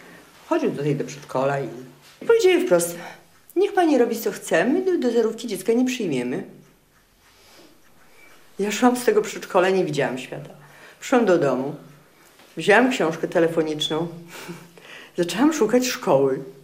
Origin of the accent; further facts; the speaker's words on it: Podlaskie Voivodeship, Poland; ja z Puszczy Białowieskiej jestem, tam nikt nie słyszał o tym.